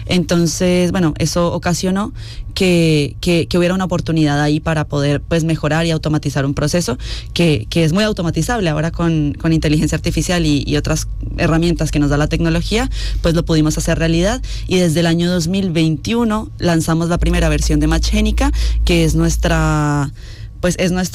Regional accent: Colombia; Yo en Colombia había tenido la oportunidad de trabajar, que yo soy colombiana, por si acaso, había tenido la oportunidad de trabajar con algunas empresas del sector sanitario

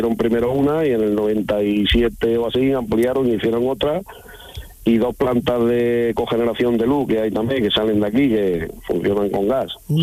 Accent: Junquera, Andalusia, Spain; now in Valencia de Don Juan, Spain; Yo soy de un pueblo de Málaga, de Junquera.

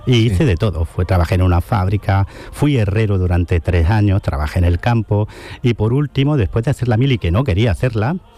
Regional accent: Granada, Andalusia, Spain; yo que soy de Granada

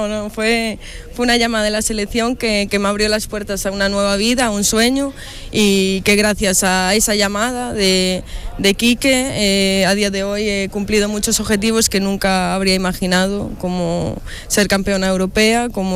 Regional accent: Spain; Bueno, quien es español sabe que lucha por todo, ¿no? No nos podemos relajar.

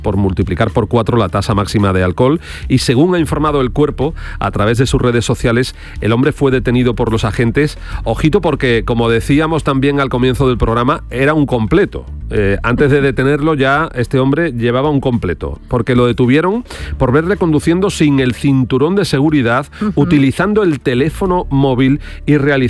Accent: Jerez, Andalusia, Spain; especialmente el vinagre de Jerez, que es un yo tengo que presumir del de mi tierra

